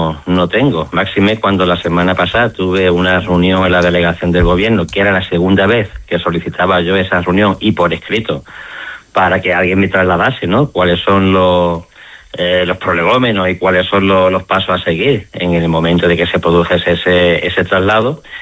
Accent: Ceuta, Spain; somos los ceutíes los responsables de esta de esta invasión y ya está bien, ¿no? Porque el pueblo de Ceuta lo que necesita son soluciones y respuestas

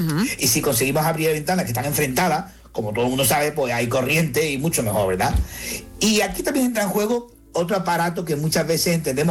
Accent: Seville, Andalusia, Spain; Bueno, depende, yo que soy de Sevilla, yo no he vivido esa juventud y esa infancia.

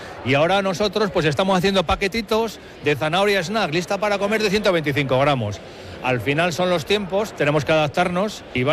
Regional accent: Cuéllar, Castile and León, Spain; Yo soy de Cuéllar, me considero cuellarano, segoviano, de Castilla y León y español.

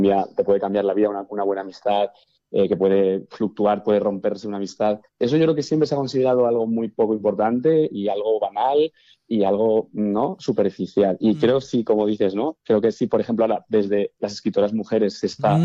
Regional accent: Navarre, Spain; Nunca se dice dónde es, pero bueno, yo soy de Navarra

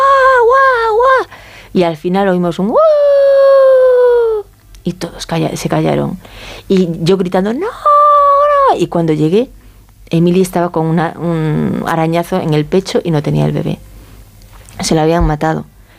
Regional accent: Galicia, Spain; moved away

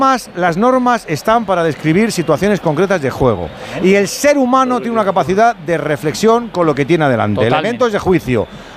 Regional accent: Burgos, Castile and León, Spain; Yo soy de Burgos, digo, yo esto no lo he visto.

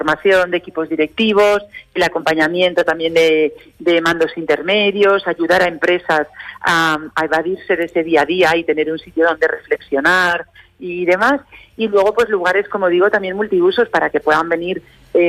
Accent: Rillo, Aragon, Spain; qué mejor que poder llevarlo a mi pueblo, ¿no? A Rillo, que soy de aquí, pues poder hacerlo aquí.

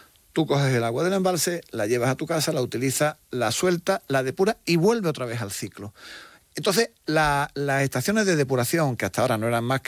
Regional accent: Spain

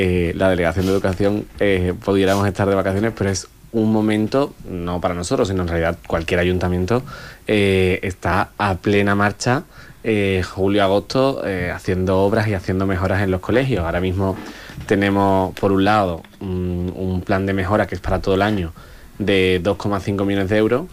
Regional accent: Algeciras, Andalusia, Spain; de haber podido vivir la niñez en Algeciras, de haber podido crecer desde pequeñito, desde que nací en el Hospital Punta Europa

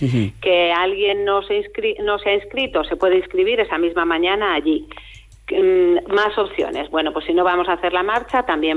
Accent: Spain; los que somos del Cortijo

